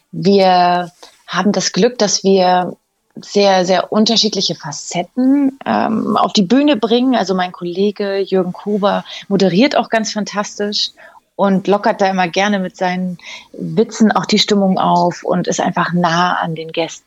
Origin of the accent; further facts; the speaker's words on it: Barby, Saxony-Anhalt, Germany; waren auch zuletzt auf einem Konzert in meiner Heimatstadt. Ich komme nämlich ursprünglich aus Sachsen-Anhalt, aus Barby.